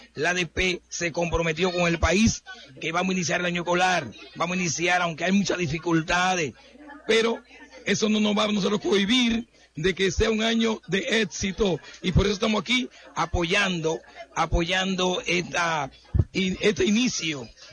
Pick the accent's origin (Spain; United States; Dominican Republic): Dominican Republic